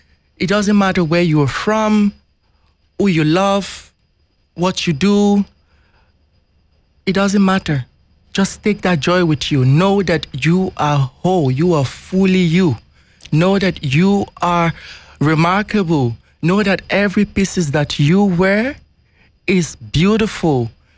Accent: Nigeria; now in Netherlands; I come from Nigeria.

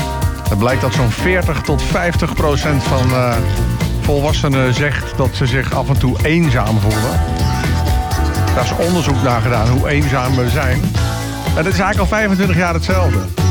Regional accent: Netherlands; Ja, wij klagen ook altijd. Daar zijn we Nederlanders voor.

